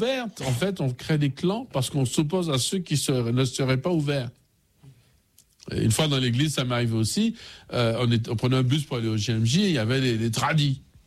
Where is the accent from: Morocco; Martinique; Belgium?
Martinique; Et tu dis, je suis de la France, la Martinique.